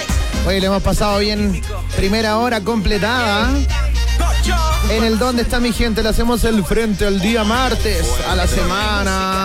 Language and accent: Spanish; Macul, Santiago Metropolitan Region, Chile; Oye, un abrazo a mi gente de Macul. Yo soy de Macul, para los que no saben, ¿eh? Le tengo un cariño especial a mi comuna de Macul.